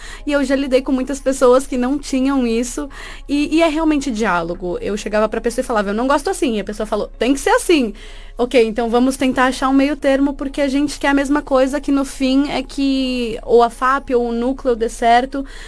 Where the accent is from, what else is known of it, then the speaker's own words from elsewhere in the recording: Brazil; now in Portugal; eu sou brasileira